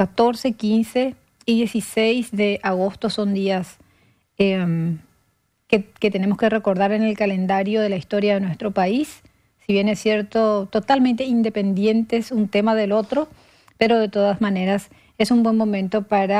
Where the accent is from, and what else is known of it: Paraguay